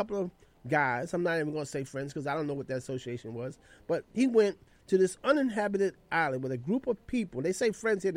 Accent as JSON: {"language": "English", "town": "New York City", "region": "New York", "country": "United States", "said": "I think I'm from the Bronx"}